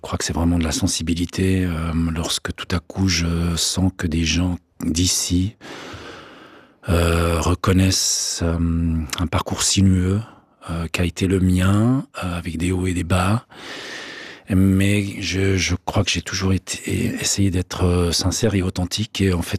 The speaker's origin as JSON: {"language": "French", "region": "Fribourg", "country": "Switzerland", "tie": "born there", "said": "Je suis né à Fribourg."}